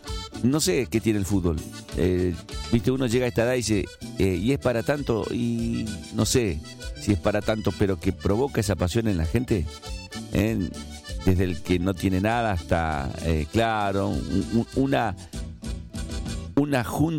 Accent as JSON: {"language": "Spanish", "country": "Argentina", "said": "sentimos como argentinos"}